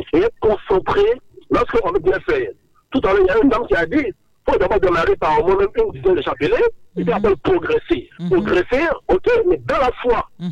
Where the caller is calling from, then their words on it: Abidjan, Côte d’Ivoire; Yopougon.